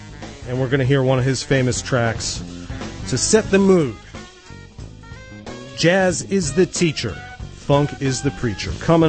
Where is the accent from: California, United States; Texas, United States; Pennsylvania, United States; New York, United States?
New York, United States; New York City; The colors of my favorite sports teams and my hometown, New York City.